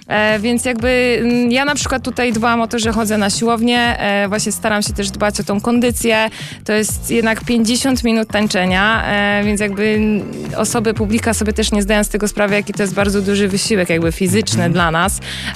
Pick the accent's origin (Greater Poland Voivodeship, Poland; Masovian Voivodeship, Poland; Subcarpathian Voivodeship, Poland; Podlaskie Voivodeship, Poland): Masovian Voivodeship, Poland; Sochaczew; że jest moje rodzinne miasto, no to było niesamowite przeżycie i to był ogromny stres, bo wiedziałam, że będzie bardzo dużo moich znajomych, rodziny, ludzi z pracy, ludzi, które mnie jakby kojarzą po prostu z Sochaczewa.